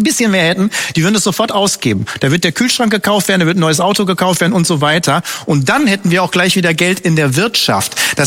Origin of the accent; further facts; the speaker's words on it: Romania; moved away; Ich bin Kind des Kommunismus, ich bin in der Unfreiheit aufgewachsen, ich bin in Rumänien geboren und ich habe 89 die Wende dort miterlebt